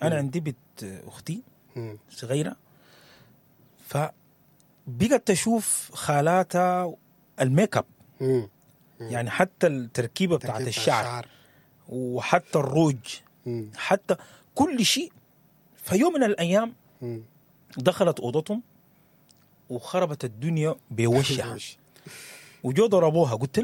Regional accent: Sudan; احنا كسودانيين

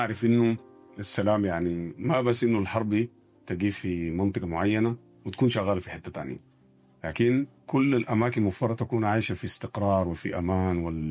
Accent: Sudan; بلدنا السودان عايش في نزاع وصراع كثير جدا، وإحنا لزمن طويل جدا كسودانيين

